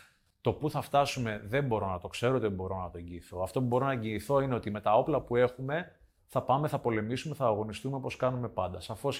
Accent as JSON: {"language": "Greek", "country": "Greece", "said": "είμαι προφανώς αντίθετος ως Έλληνας"}